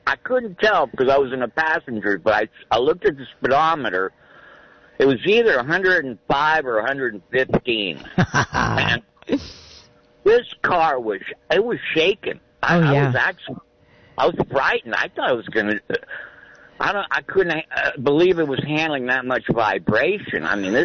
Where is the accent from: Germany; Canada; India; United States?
United States; Pacifica, California; now in Santa Cruz, United States; I grew up in Pacifica